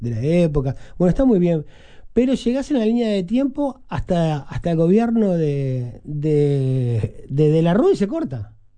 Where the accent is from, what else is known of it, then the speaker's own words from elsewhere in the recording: Uruguay; me dice, ¿sos uruguayo? Digo, sí.